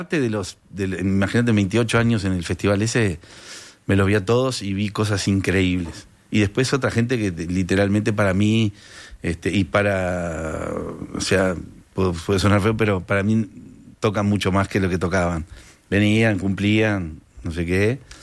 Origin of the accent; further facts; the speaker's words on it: Canary Islands, Spain; Digo, dale, somos 7 canarios, le digo, vamos a mover esto.